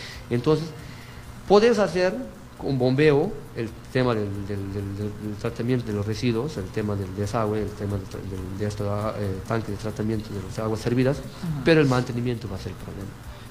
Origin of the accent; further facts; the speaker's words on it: Peru; que yo soy de Aine, conozco el tema de Peña Blanca, esas cabeceras de Cuenca